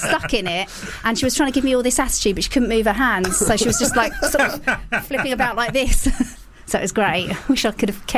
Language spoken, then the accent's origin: English; Leigh-on-Sea, East of England, United Kingdom; accent: Essex; I'm from Leigh-on-Sea in Essex.